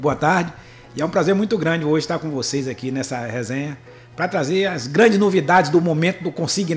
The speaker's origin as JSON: {"language": "Portuguese", "region": "Bahia", "country": "Brazil", "said": "nós somos baianos"}